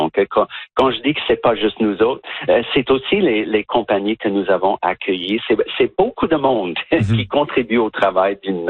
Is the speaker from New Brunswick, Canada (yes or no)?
yes; New Brunswick, Canada; moved away; je suis actuellement, je vous parle du Nouveau-Brunswick, là d'où je viens. Je suis là en vacances pour voir la famille.